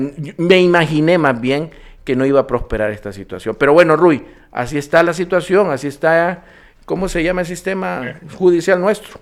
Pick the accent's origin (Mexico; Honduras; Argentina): Honduras; lo hago como un hondureño más